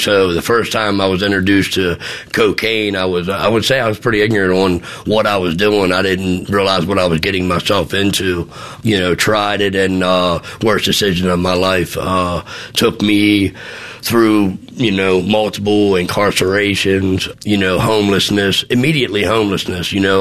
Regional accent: Pasadena, Maryland, United States; I grew up here in Maryland, Pasadena, when I was younger. We were kind of poor, single household, struggling family. It was me, my mom, and my brother.

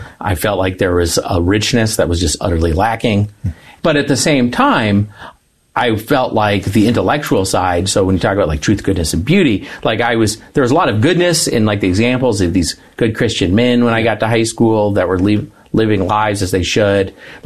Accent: Tucson, Arizona, United States; also born or lived in Santa Barbara, California; now in the South, United States; I grew up in Tucson, Arizona.

